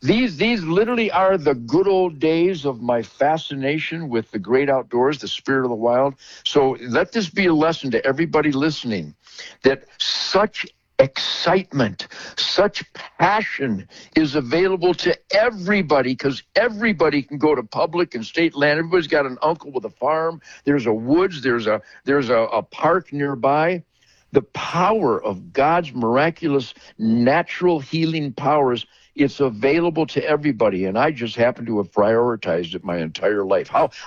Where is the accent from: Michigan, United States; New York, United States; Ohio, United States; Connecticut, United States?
Michigan, United States; Detroit; I was born literally in Detroit in 1948